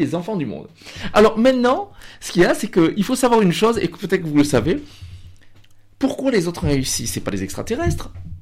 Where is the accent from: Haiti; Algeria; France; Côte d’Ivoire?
France; chez nous la France, comme on est français, comme vous et moi, en fait, d'origine diverse